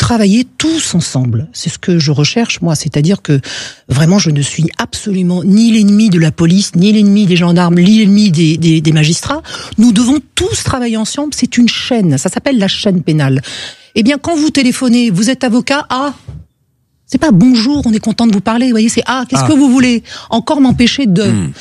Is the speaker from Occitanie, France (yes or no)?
yes; Toulouse, Occitanie, France; born there; Je suis née à Toulouse, mais mes vacances, c'est le Gers.